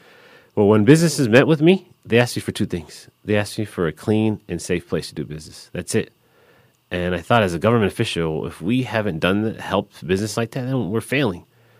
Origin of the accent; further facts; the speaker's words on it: Los Angeles, California, United States; growing up in South Central LA in a domestic house violence, in a domestic violence household